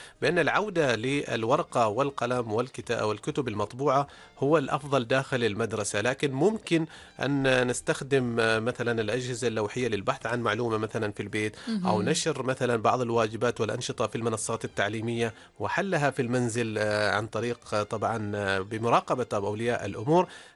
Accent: Oman; عندنا في سلطنة عمان

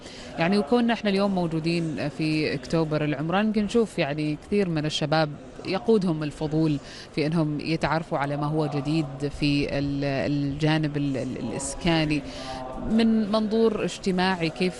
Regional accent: Oman

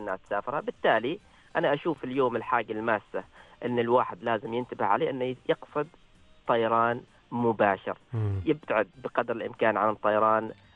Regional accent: Oman; وكنت بالزي العماني طبعا لابس، يقول لي أنت من أي بلد؟ طبعا يتحدث معي باللغة الإنجليزية، فأنا ذكرت لأنه أنا من سلطنة عمان

